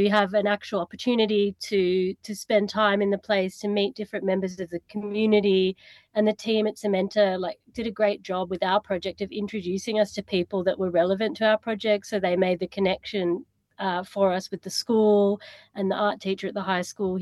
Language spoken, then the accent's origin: English; Tasmania, Australia; moved away; So I'm from Tasmania originally